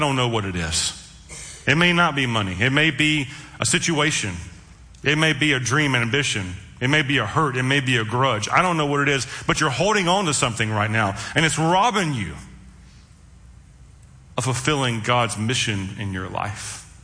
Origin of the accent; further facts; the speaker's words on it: Memphis, Tennessee, United States; moved away as an adult; now in Marysville, United States; When I was born and raised in Memphis, we moved here in 2008 to plant a church out in Marysville.